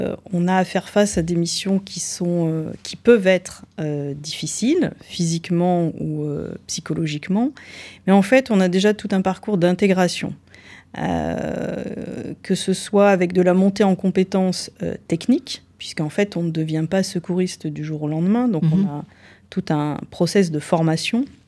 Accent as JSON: {"language": "French", "region": "Auvergne-Rhône-Alpes", "country": "France", "moved": "as an adult", "lives_now": "Valence, France", "said": "je suis auvergnate d'origine."}